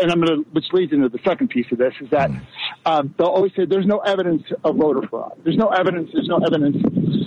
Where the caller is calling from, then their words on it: Littleton, Colorado, United States; Actually, in Littleton, I said Denver, but whenever I say Littleton, I'll just say Denver.